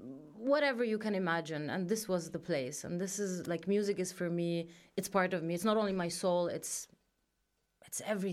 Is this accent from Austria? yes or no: yes; Vienna, Austria; first language German; English is a second language; Tunisian here in Austria, it's a complicated relationship. I was born here in Vienna, so I grew up here. And I grew up in a very closed community. So I did face a lot of racism, also being as a Palestinian.